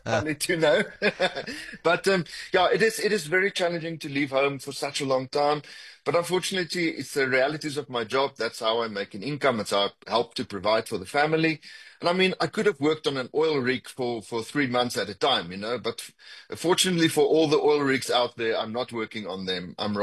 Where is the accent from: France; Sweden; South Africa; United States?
South Africa; the perspective we grew up with in South Africa